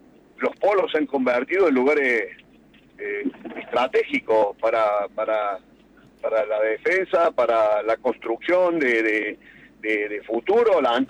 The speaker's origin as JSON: {"language": "Spanish", "country": "Argentina", "said": "Nosotros por ahí no le hemos dado bola, porque por ahí somos los argentinos bastante."}